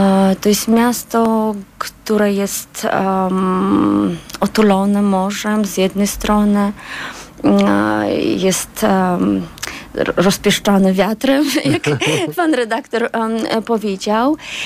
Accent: Baku, Azerbaijan; moved away as an adult; now in Poland; Do roku, miałam 24 lata, gdy wyjechałam z Azerbejdżanu i przyjechałam do Polski.

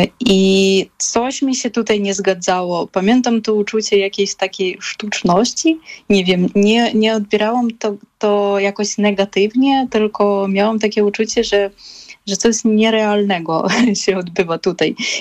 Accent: Kyiv, Ukraine; moved away as an adult; now in Poland; Urodziłam się w Kijowie.

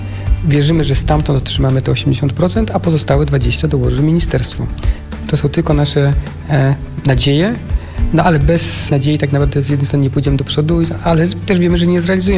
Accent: Poznań, Greater Poland Voivodeship, Poland; born or raised there

